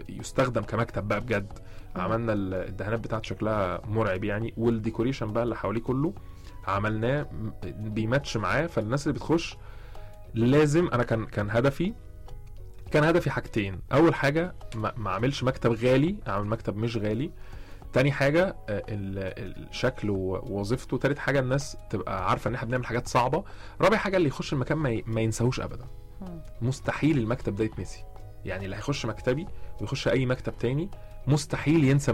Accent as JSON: {"language": "Arabic", "country": "Egypt", "said": "احنا كمهندسين مصريين"}